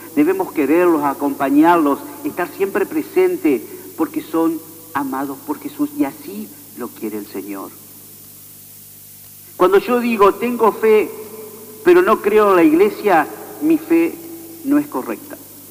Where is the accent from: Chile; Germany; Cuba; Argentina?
Argentina